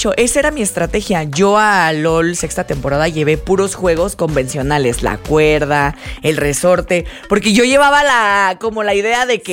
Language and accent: Spanish; Tijuana, Baja California, Mexico; pero por ahorita sigo estando en mi tierra natal, Tijuana.